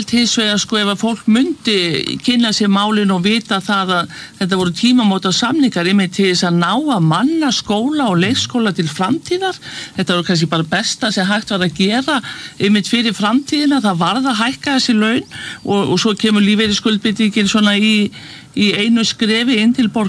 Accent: Reykjavík, Capital Region, Iceland; en ég hef aldrei skilið það sem Breiðhyltingur.

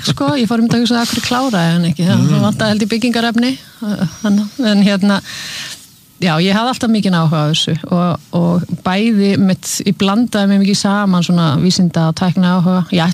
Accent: Húsavík, Northeastern Region, Iceland; Já Ég er frá Húsavík

